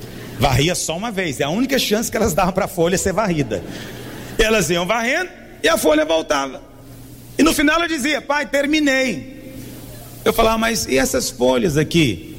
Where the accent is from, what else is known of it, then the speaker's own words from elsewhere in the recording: Goiás, Brazil; Eu sou goiano, eu falo dá conta, né?